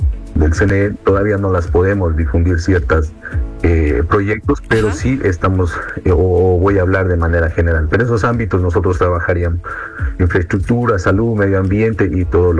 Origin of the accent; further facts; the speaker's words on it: Ecuador; De hecho, como ciudadanos, como ecuatorianos que tenemos.